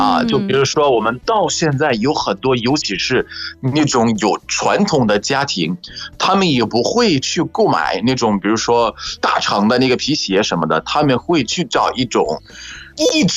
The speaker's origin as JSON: {"language": "Chinese", "country": "Egypt", "second_language": "Chinese", "said": "我是来自埃及的"}